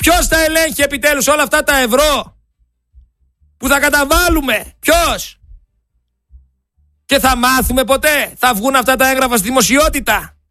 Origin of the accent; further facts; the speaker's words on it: Greece; εγώ σαν Έλληνας πολίτης